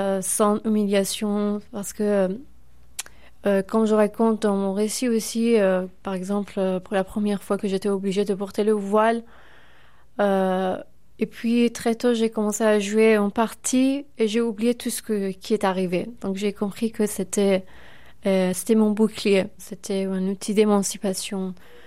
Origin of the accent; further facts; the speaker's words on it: Iran; Oui, ma première fois que je suis sortie de l'Iran, j'avais seulement 8 ans et demi. Mon premier voyage, c'était en Espagne.